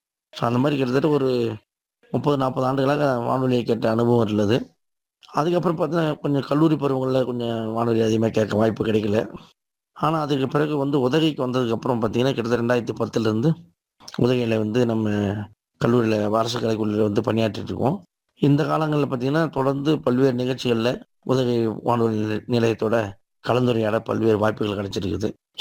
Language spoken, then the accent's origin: Tamil; Mailam, Tamil Nadu, India; என்னோட சொந்த ஊர் பார்த்தீங்கன்னா விழுப்புரம் மாவட்டம் மயிலம் என்ற ஊர் தான் என்னுடைய சொந்த ஊர்.